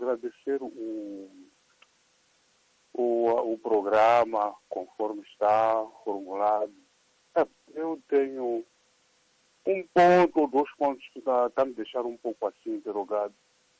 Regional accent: Jangamo, Inhambane, Mozambique; Eu sou natural de Jangama.

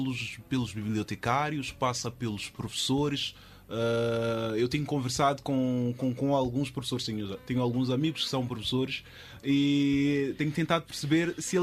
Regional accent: Maputo, Maputo City, Mozambique; Nós costumamos, aqui em Moçambique, em Maputo em específico, que foi onde cresci, costumamos dizer que não compramos o livro porque o livro está muito caro

